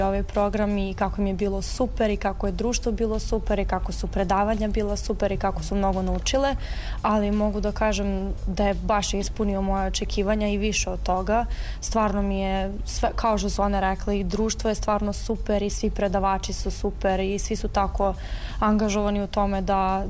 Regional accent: Belgrade, Serbia

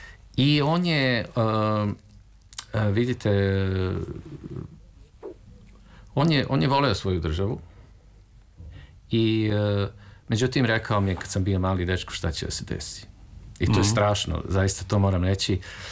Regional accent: Belgrade, Serbia; ja sam rođen u Beogradu i prvi dom je bio na Slaviji, a onda smo se kasnije preselili u Bulevar Revolucije, tadašnji Bulevar Kralja Aleksandra.

